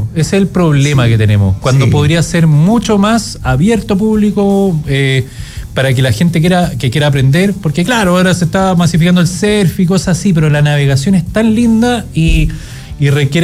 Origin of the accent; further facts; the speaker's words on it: Chile; No, yo soy chileno, pero mi abuelo son inmigrantes croatas, que llegaron a Antofagasta.